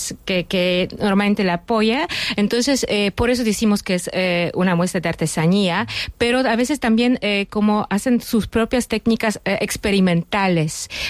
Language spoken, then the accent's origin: Spanish; Kraków, Lesser Poland, Poland; Spanish is a second language; Yo vengo de Cracovia, que es la antigua capital de Polonia, con un castillo renacentista, con muchos edificios renacentistas, el centro es muy histórico